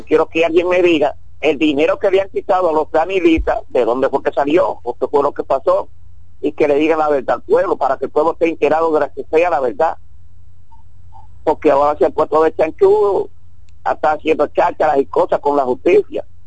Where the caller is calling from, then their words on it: Sabana Grande de Boyá, Monte Plata, Dominican Republic; Monteplata no, yo vivo en Sabana Grande de Boyá.